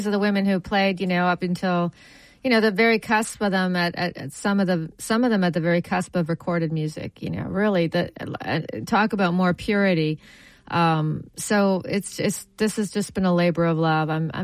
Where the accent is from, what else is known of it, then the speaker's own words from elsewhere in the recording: Ottawa, Ontario, Canada; Well, I'm from Ottawa, Canada. The capital of Canada. And it's a beautiful town in Ontario. Beautiful in the Ottawa Valley. It's a gorgeous area. And, that's where I grew up.